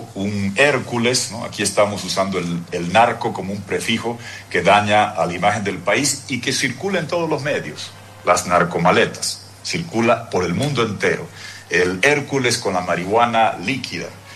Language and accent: Spanish; Bolivia